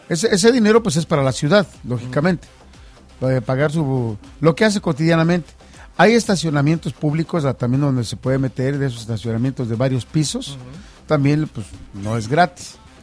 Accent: Mexico; Nosotros los mexicanos sí somos bien alegres.

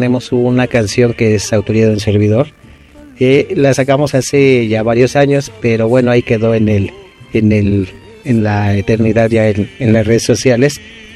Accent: Mexico

